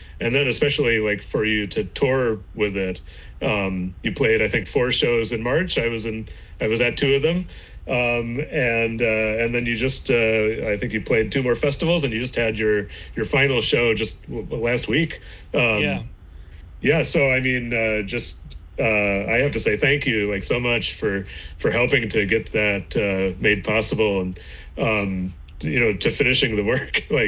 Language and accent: English; United States; as an American